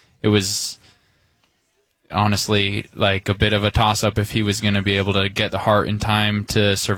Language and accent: English; Utah, United States; also born or lived in Cache Valley; now in Sandy, United States; We're from Utah, yeah.